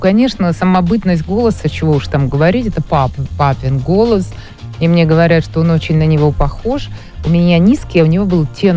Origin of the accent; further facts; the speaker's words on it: Rybinsk, Yaroslavl Oblast, Russia; я росла в Рыбинске, и моя семья была очень такая... вписанная в культуру этого города.